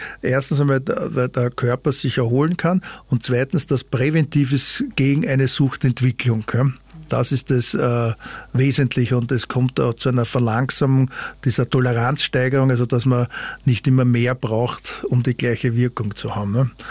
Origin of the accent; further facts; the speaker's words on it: Vienna, Austria; ich komme aus Grinzing, aus Wien